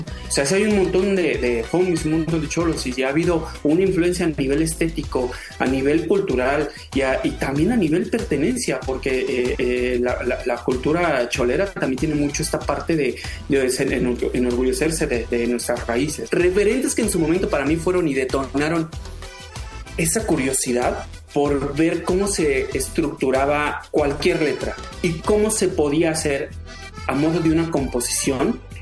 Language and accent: Spanish; Mexico City, Mexico; soy oriundo de la Ciudad de México.